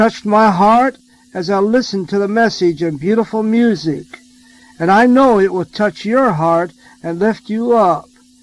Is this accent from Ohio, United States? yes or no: yes; Ohio, United States; moved away as an adult; now in San Benito, Texas, United States; I'm from Ohio originally, and that's how I got down here, by coming by faith to be a missionary.